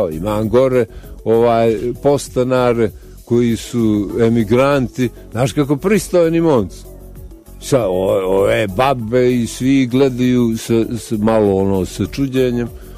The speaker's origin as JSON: {"language": "Serbian", "country": "Montenegro"}